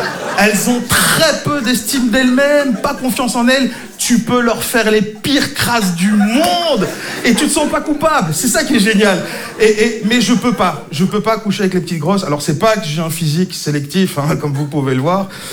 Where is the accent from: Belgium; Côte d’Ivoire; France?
Belgium; Bonsoir Paris. Alors, je viens de Belgique.